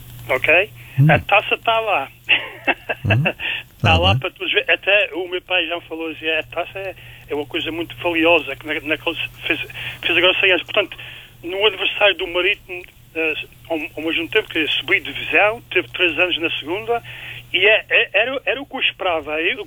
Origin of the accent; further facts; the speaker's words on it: Madeira, Portugal; Não sei se o senhor lembra-se que eu sou madeirense